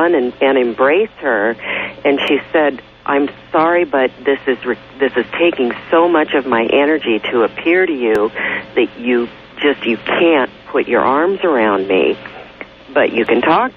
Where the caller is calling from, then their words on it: Enumclaw, Washington, United States; I'm calling from the Enumclaw, Washington.